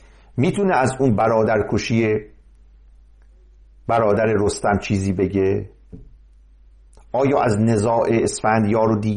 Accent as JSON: {"language": "Persian", "region": "Mazandaran", "country": "Iran", "said": "من چون مازندرانی هستم"}